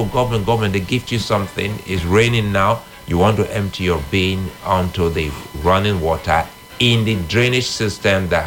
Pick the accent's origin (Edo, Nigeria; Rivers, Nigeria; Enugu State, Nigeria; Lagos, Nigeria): Edo, Nigeria; Benin City; my next door neighbor that we grew up here in Benin together.